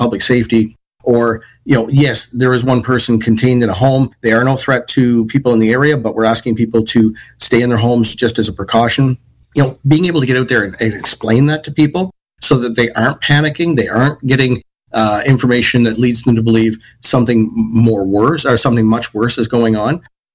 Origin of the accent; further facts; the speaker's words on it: Nova Scotia, Canada; moved away as an adult; now in Ontario, Canada; by the time I was 15, I was doing that in my hometown in Nova Scotia.